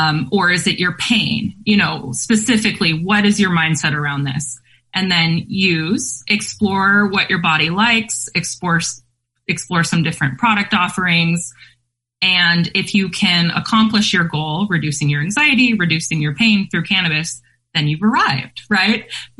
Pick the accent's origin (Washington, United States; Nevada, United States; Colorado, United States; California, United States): Washington, United States; University Place; born or raised there